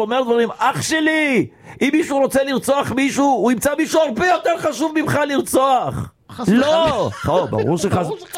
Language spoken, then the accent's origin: Hebrew; Egypt; אני מצרי.